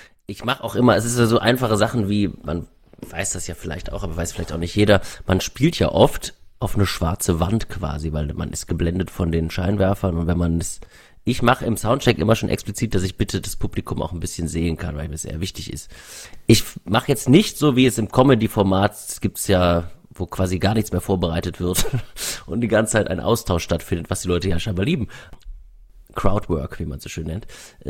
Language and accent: German; Wuppertal, North Rhine-Westphalia, Germany; moved away as an adult; now in Berlin, Germany; ich komme aus Wuppertal ursprünglich, da habe ich auch die ersten 25 Jahre gelebt